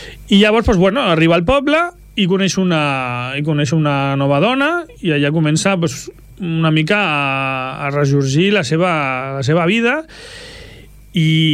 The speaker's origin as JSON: {"language": "Catalan", "town": "Esplugues de Llobregat", "region": "Catalonia", "country": "Spain", "said": "és una ciutat, però per mi d'alguna manera és el meu poble"}